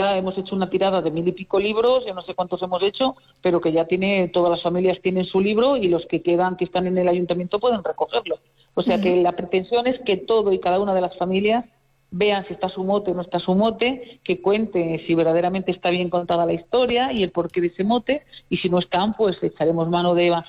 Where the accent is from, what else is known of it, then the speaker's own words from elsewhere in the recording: Alfacar, Andalusia, Spain; soy hija de Rafaela, soy hija, nieta de … de Benalúa de las Villas. Aquí en Alfacar, pues soy la … Y bueno, pues